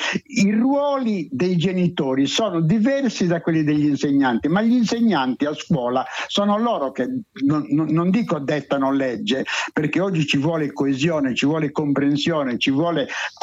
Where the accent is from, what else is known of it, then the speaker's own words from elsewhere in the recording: Perdasdefogu, Sardinia, Italy; noi stiamo vivendo nel mio paese, che è il paese noto per i centenari